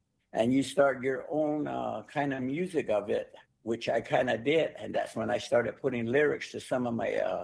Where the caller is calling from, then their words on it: Arizona, United States